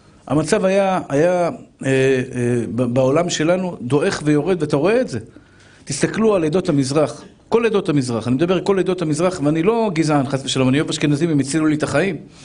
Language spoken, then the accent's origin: Hebrew; Tel Aviv, Tel Aviv District, Israel; born there; also born or lived in Bnei Brak